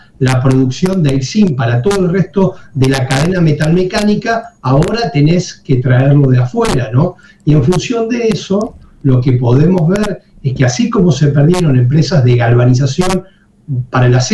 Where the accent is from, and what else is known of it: Santa Fe province, Santa Fe, Argentina